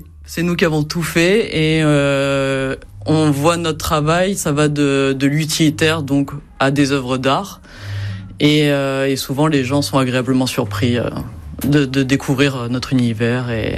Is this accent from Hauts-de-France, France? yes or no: no; Calvi, Corsica, France; also born or lived in Nice; Oui, alors en fait, j'ai grandi à Calvi. Mes arrière-grands-parents habitaient à Costa. Par la suite, je suis allée vivre à Nice où j'ai rencontré Joris.